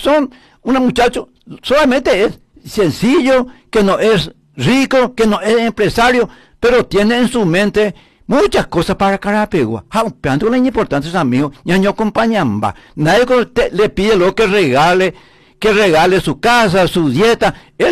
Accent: Paraguay; acá no tenemos que pensar un poco como paraguayo humanitariamente

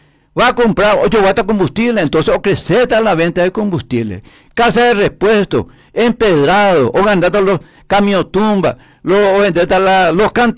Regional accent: Paraguay; acá no tenemos que pensar un poco como paraguayo humanitariamente

